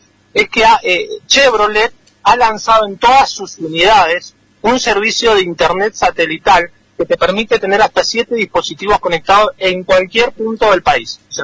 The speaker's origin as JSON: {"language": "Spanish", "town": "Malargüe", "region": "Mendoza", "country": "Argentina", "said": "yo soy de acá de Malargüe"}